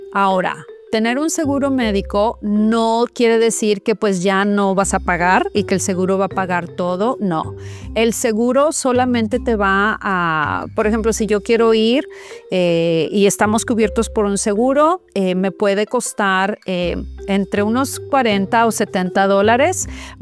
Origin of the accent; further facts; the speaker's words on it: Mexico; now in United States; yo crecí pues en México yendo al ISSSTE, porque mis papás pues siendo maestros era lo que nos tocaba